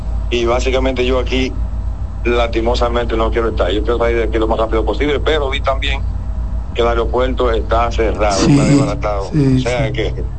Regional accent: Dominican Republic; moved away as an adult; now in Venezuela; Yo lo que quisiera es estar en mi país ahora mismo.

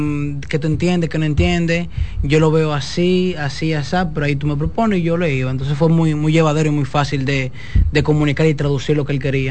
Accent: Dominican Republic

